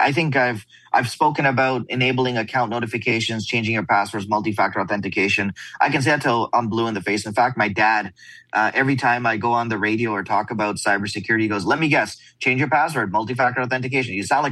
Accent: Canada; now in United States; And these are we're two guys from Canada out in the US.

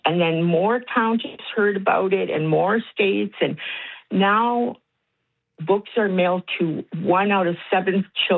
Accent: Edmonton, Alberta, Canada; I'm originally from Edmonton.

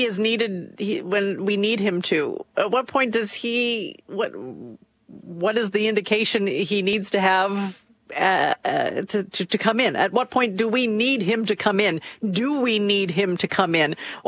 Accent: Canada; I'm from Canada.

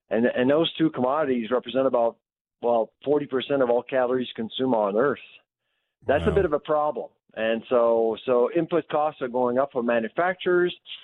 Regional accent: Halifax, Nova Scotia, Canada; I'm from Halifax

